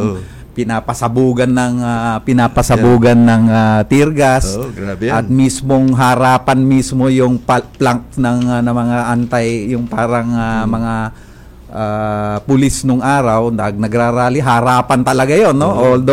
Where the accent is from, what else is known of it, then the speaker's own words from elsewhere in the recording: Caloocan, Metro Manila, Philippines; sa Tiga-Caloocan kami noon, eh, no? Pumapasok ako sa eskwela, simpleng tao lang tayo noon, nag-jeep tayo, nagbubus, nagta-tricycle.